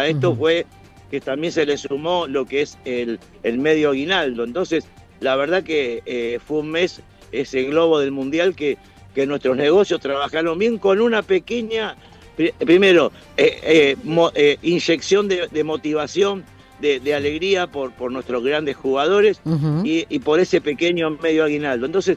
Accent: Argentina; yo soy argentino nato, entonces siempre tengo esperanza, ¿no es cierto?

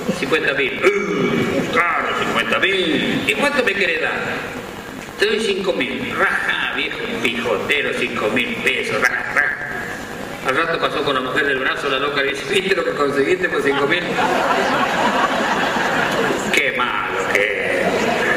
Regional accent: San Francisco, Córdoba, Argentina; Hay un cuento que me gusta porque es de un viejo de mi pueblo que le gustan las mujeres, la de él y las otras. Nosotros le decimos un pitero, no sé cómo le dicen acá. Un día fue al supermercado Anselmi, un supermercado que hay en San Francisco

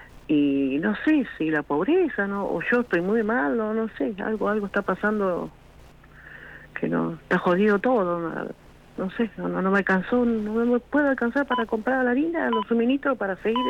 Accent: Villa Rosa, Buenos Aires Province, Argentina; Yo acá de Villa Rosa soy.

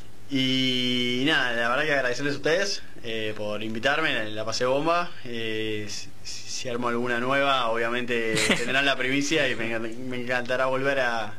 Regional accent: Argentina; Nosotros normalizamos Argentina, pues somos argentinos

